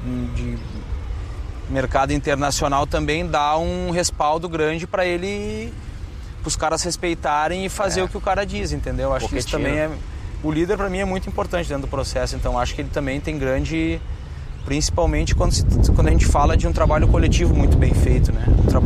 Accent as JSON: {"language": "Portuguese", "region": "Rio Grande do Sul", "country": "Brazil", "said": "até porque eu sou de lá, né? Eu sou gaúcho, então as minhas raízes, a minha família tá toda lá"}